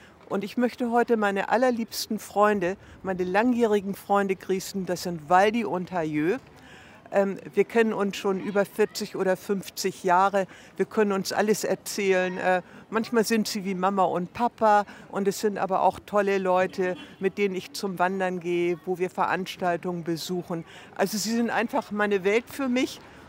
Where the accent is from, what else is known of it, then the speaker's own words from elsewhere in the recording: Hamburg, Germany; Ich bin hier im Stadtteil aufgewachsen, groß geworden, lebe immer noch hier. Also ich bin echte Wilhelmsburgerin.